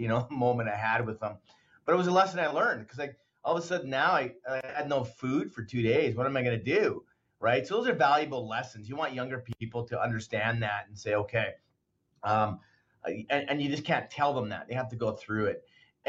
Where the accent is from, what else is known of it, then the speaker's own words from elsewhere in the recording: Sturgeon County, Alberta, Canada; up in Sturgeon County, where I grew up in Northern Alberta